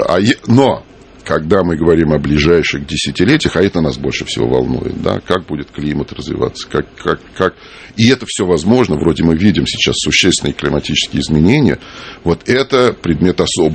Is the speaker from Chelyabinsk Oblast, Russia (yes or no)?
no; Moscow, Russia; Мое детство прошло в Москве. Я прожил свое детство в доме, который сейчас занимает музей Шилова на Знаменке.